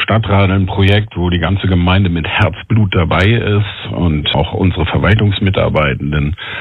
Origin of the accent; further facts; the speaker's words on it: Hanover, Lower Saxony, Germany; Ich komme aus Hannover, da habe ich das große Glück, tatsächlich die meiste Strecke komplett durch Grün zu fahren.